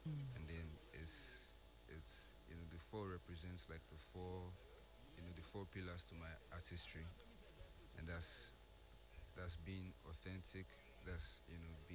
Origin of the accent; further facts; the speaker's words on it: Lagos, Nigeria; also born or lived in Ondo State; I've lived my life in Lagos